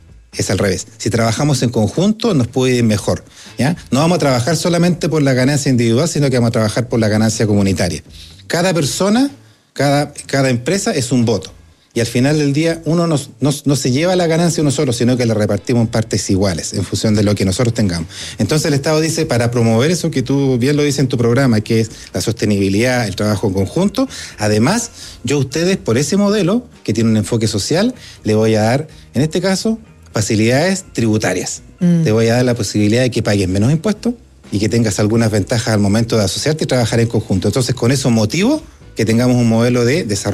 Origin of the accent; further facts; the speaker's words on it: Valdivia, Los Ríos, Chile; Yo soy del sur, yo soy de Valdivia.